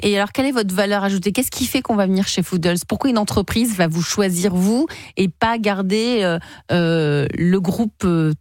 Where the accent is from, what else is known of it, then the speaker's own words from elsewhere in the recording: France; chez nous en France